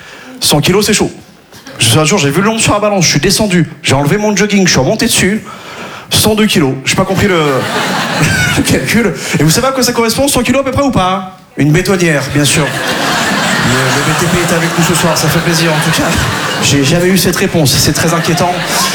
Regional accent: Quimperlé, Brittany, France; Mais si vous voyez, déjà là d'où je viens à Quimperlé, on n'avait pas les sports cool.

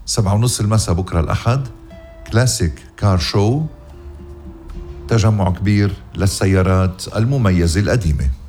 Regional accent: Lebanon; إن شاء الله تشتي خيرة السماء على وطننا لبنان يا رب

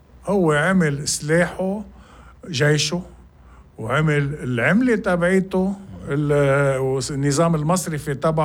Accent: Lebanon; نحن كشعب لبناني

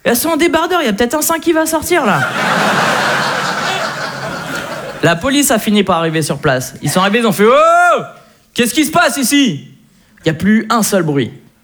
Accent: Le Havre, Normandy, France; Je suis originaire du Havre. Voilà, ça met toujours une bonne ambiance quand je le dis.

